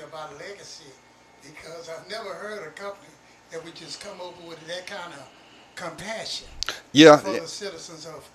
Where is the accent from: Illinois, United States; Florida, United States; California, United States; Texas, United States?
Texas, United States; Port Arthur; I'm from Port Arthur.